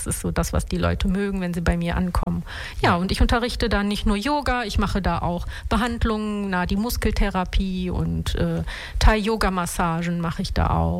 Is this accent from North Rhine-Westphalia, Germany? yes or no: yes; Ratingen, North Rhine-Westphalia, Germany; born there; ich bin in Ratingen, in Deutschland, in wunderschönen Nordrhein-Westfalen, nördlich von Düsseldorf geboren.